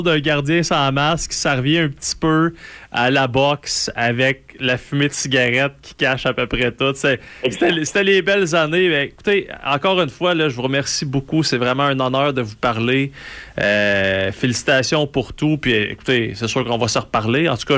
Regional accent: Rouyn-Noranda, Quebec, Canada; Moi, je viens de Rouyn-Noranda, donc pas loin de Palmarol.

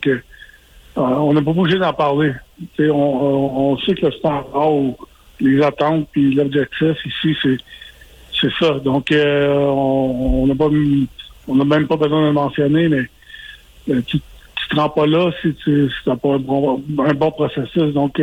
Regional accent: Quebec, Canada; étant donné que je suis Québécois

